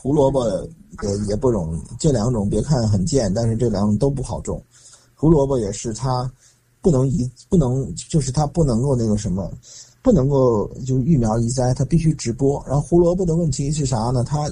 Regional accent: Tianjin, China; now in United States; 作为一个天津人呢，就是说我们有句俗语叫做，就是个萝卜就肉茶，气的大夫满街爬

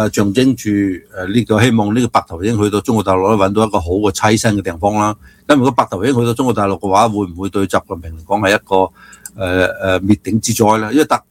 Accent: United States; 因為其實我作為美國人，我覺得唔好想要呢個大熊貓

